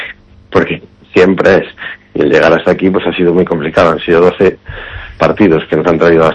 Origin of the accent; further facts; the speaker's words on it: Galicia, Spain; siendo gallegos, pues lógicamente preferíamos un gallego